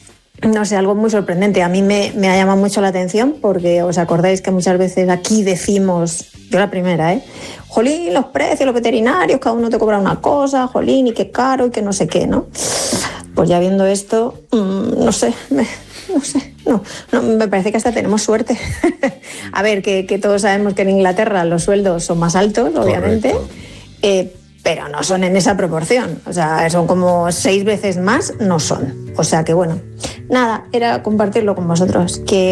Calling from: Cercedilla, Community of Madrid, Spain; Buenas tardes … de Cercedilla, Madrid.

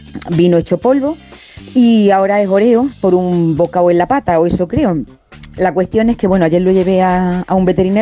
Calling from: Granada, Andalusia, Spain

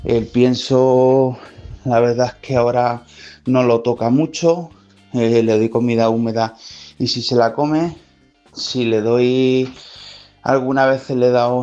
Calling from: Toledo, Castilla-La Mancha, Spain; de Toledo.

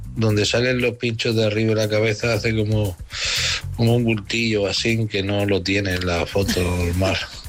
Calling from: Barcelona, Catalonia, Spain; Hola, buenas madrugadas … de Barcelona.

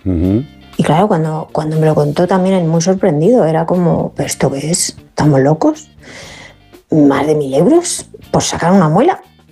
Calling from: Cercedilla, Community of Madrid, Spain; de Cercedilla, Madrid.

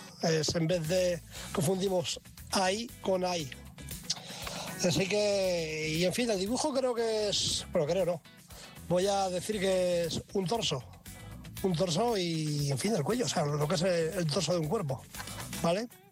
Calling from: Iniesta, Castilla-La Mancha, Spain; de Iniesta. aquí de guardia.

